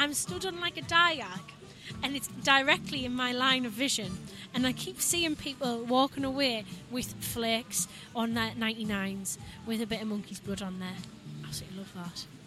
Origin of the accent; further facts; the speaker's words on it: Newton Aycliffe, North East England, United Kingdom; moved away; Because a lot of people don't really know Newton Aycliffe. That's where I'm originally from.